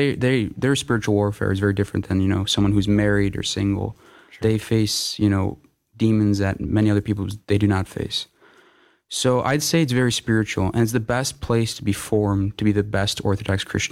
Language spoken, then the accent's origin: English; Cleveland, Ohio, United States; moved away; I'm from Ohio, Cleveland.